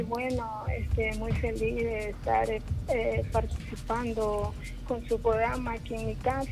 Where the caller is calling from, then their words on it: Ecuador; De la Ciudadela San José